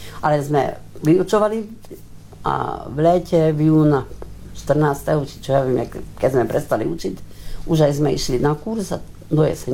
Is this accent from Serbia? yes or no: no; Pilisszentkereszt, Pest, Hungary; my sme boli z Mlinkov